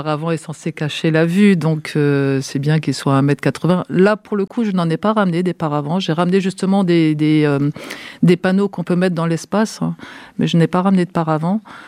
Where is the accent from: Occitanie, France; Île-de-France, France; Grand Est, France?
Grand Est, France; Mulhouse; je viens d'une région qui était une ancienne région textile. En plus, je suis de Mulhouse, qui est vraiment une ancienne ville industrielle liée au textile.